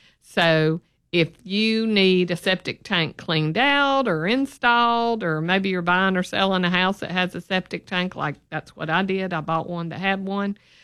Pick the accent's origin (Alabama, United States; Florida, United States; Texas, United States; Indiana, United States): Alabama, United States; Birmingham; born or raised there